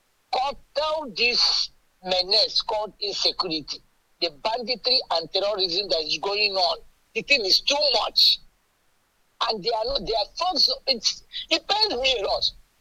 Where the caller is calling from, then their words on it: Nigeria; When I said I'm Nigerian, I said, Nigeria.